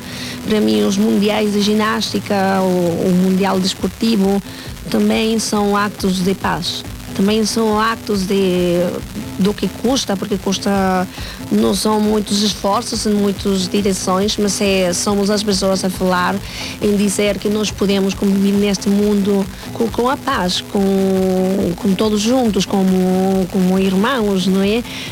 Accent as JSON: {"language": "Portuguese", "country": "Mexico", "second_language": "Portuguese", "moved": "yes", "lives_now": "Portugal", "said": "O meu México está no coração e Portugal na minha terra, mas também é o meu coração, mas é a minha terra também agora, é a minha casa"}